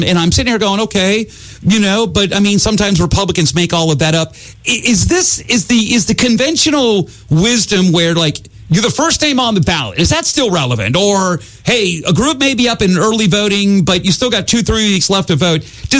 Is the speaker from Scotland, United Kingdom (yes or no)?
yes; Scotland, United Kingdom; he thinks like me, I'm Scottish.